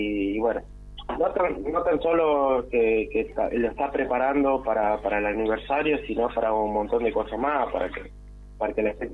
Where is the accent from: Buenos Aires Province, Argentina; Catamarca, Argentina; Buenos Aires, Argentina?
Catamarca, Argentina; Bueno, yo soy nacido y criado en Catamarca, sí. Yo soy del norte.